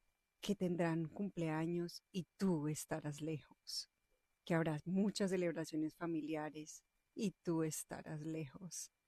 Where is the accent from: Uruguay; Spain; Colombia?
Colombia; moved away; Mis papás están en Colombia